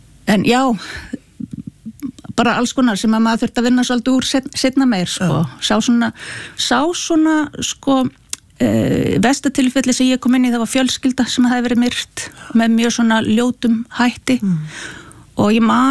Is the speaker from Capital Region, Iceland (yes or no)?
no; Akureyri, Northeastern Region, Iceland; Og við erum alveg upp á Akureyri, við erum einn eldri bróða líka